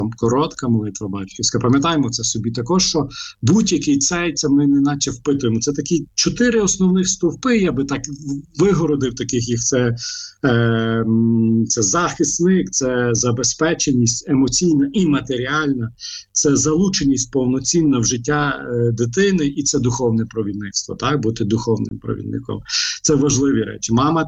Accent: Lviv, Lviv Oblast, Ukraine; а я зростав у Львові

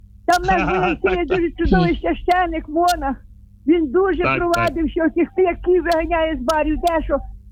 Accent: Turynka, Lviv Oblast, Ukraine; now in Lviv, Ukraine; Так. Я з Туренки, так, але я... Тепер в Львові, поки що.

